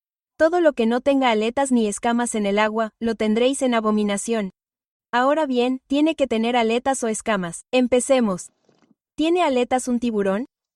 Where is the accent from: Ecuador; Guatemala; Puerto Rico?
Puerto Rico; Soy de Puerto Rico, y eso es lo que comemos. Esos son los manjares que tenemos como isla.